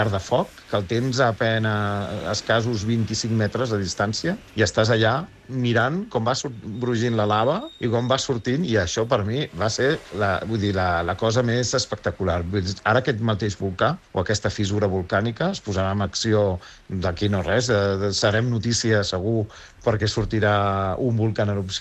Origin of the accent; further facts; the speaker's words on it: Barcelona, Catalonia, Spain; i jo soc de Gràcia, i haig de dir que Gràcia, això, jo ho tenia més, anava saludant els veïns, coneixies a la gent